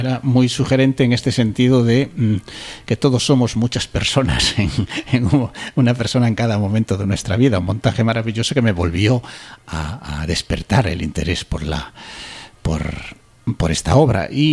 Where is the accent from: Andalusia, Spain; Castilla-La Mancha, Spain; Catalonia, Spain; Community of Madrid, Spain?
Catalonia, Spain; Barcelona; born there; moved away; yo de niño vivía en Barcelona, yo aprendí catalán